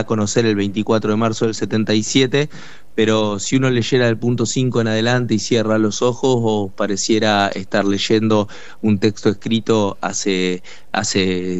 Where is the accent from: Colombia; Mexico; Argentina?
Argentina; nos une a nosotros como argentinos